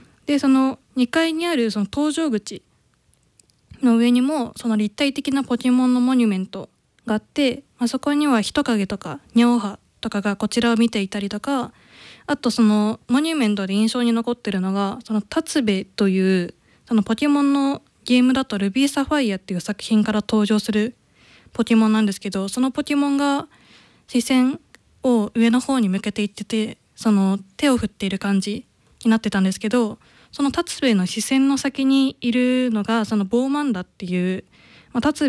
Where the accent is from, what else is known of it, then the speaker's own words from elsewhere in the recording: Kanto, Japan; moved away; 地元が関東なので、